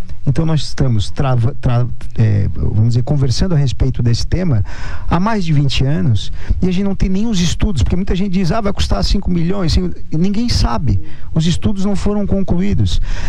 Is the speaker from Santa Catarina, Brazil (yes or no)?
yes; Tubarão, Santa Catarina, Brazil; a gente é de Tubarão